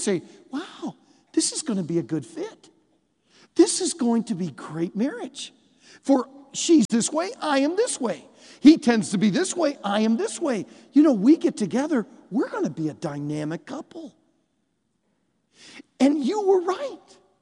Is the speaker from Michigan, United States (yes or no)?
yes; Michigan, United States; I remember growing up around Lake Michigan